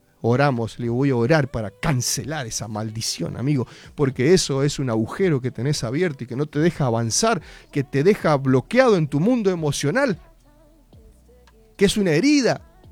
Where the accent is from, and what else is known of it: Argentina